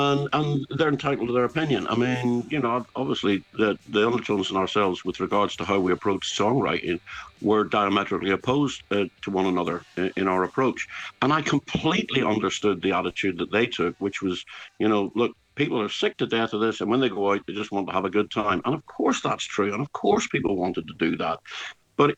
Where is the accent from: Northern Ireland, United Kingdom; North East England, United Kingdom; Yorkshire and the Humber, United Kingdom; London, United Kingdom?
Northern Ireland, United Kingdom; Belfast; Growing up in Belfast